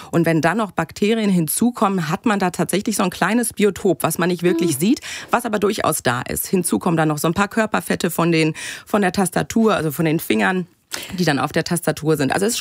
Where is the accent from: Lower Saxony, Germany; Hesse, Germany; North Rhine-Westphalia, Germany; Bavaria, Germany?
North Rhine-Westphalia, Germany; Bochum; Ich komme gebürtig aus Bochum, richtig. Meine Oma, die war aber ansässig in Herne